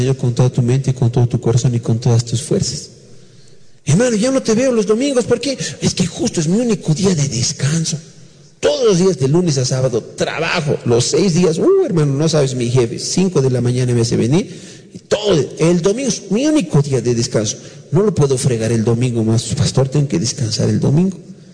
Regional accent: Venezuela; moved away; Así que por eso salimos de Venezuela.

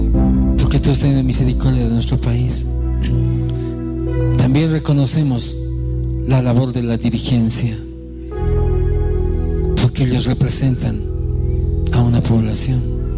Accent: Bolivia; ¿cuál es la diferencia nuestra con el resto de la población? Somos igual bolivianos.

